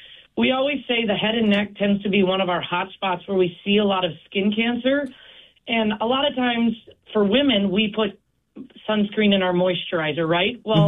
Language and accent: English; Marshall, Minnesota, United States; So I'm originally from Marshall, Minnesota, just a little bit further south.